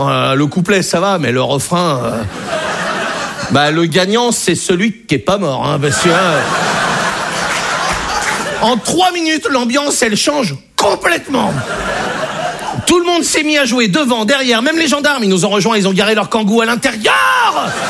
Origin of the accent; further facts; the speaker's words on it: Brittany, France; Je suis breton. Moi, j'ai été accepté en Bretagne.